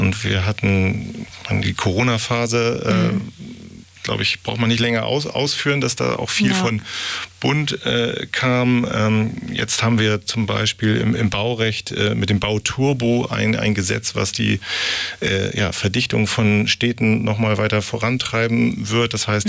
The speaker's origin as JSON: {"language": "German", "region": "Hamburg", "country": "Germany", "said": "nehmen wir auch als Hamburgerin wiederum viel mit."}